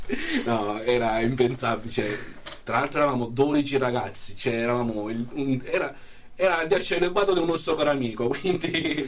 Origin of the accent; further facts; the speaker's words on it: France; Italian is a second language; sono francese